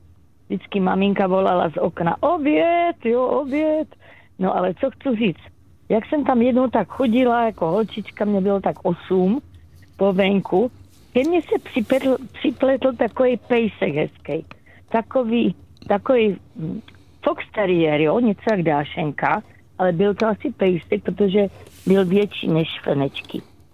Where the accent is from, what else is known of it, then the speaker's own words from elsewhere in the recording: Olomouc, Olomouc Region, Czechia; now in Radíkov, Czechia; já jsem z Olomouce jako rodačka.